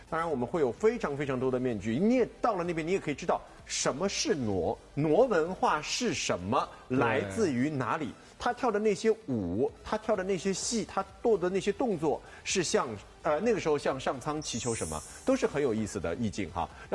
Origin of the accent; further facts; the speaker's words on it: Hangzhou, Zhejiang, China; 我是杭州人，南宋的首都就在杭州了，对吧？